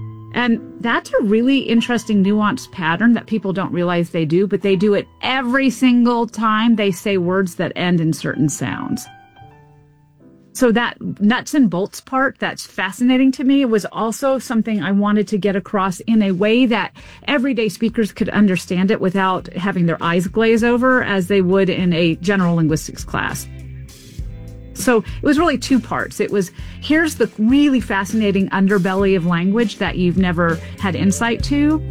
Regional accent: Memphis, Tennessee, United States; I grew up in Memphis, Tennessee, definitely an accented place that was aware of its accent. All my formative accent years were there

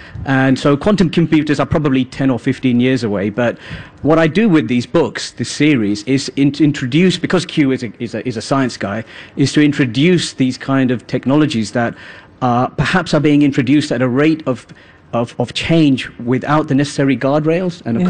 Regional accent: United Kingdom; because I myself, as a British Asian

